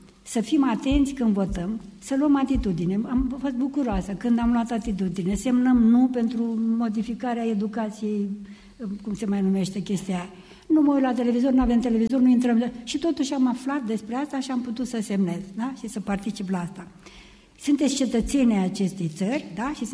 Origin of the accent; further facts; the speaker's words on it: Bărăgan Plain, Romania; Am crescut la țară, în Bărăgan, unde foamea era frecventă.